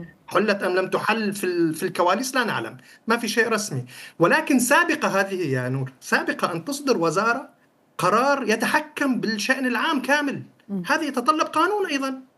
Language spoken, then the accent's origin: Arabic; Syria